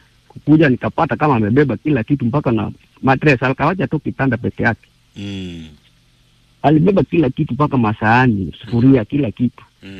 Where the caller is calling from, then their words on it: Ahero, Kisumu County, Kenya; tumetoka hapa Ahero